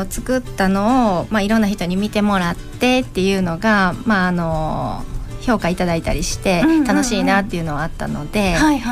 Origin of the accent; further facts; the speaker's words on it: Tokushima, Japan; 徳島です。